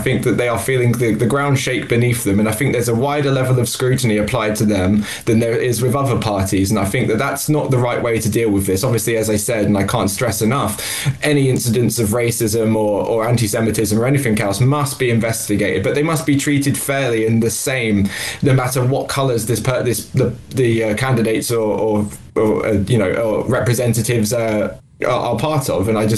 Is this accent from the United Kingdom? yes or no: yes; United Kingdom; I can speak also as a British Jew.